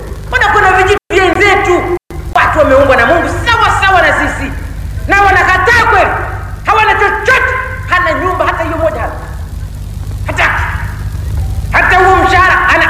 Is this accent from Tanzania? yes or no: yes; Tanzania; now in Dar es Salaam, Tanzania; Mimi najua maisha ya Uzalaki. Kule nilikozaliwa nikakulia na yajua sana maisha yake.